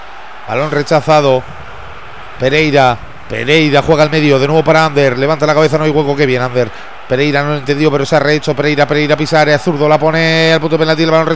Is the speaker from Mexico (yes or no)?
no; Buñuel, Navarre, Spain; Vamos a acabar jugando contra mi pueblo, el Buñuel.